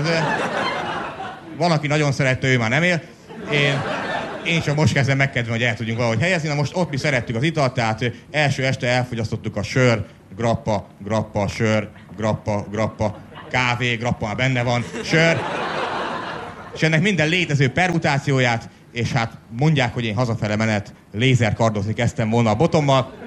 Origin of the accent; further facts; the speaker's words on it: Great Hungarian Plain, Hungary; Én alföldi gyerek vagyok